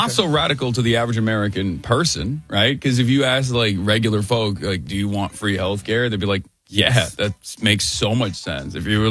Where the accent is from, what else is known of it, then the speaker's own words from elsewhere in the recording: Turkey; moved away as an adult; also born or lived in New Jersey, United States; now in United States; Well, not raised in New Jersey, but born in New Jersey, went back to Turkey, grew up in Turkey, and then came back for college.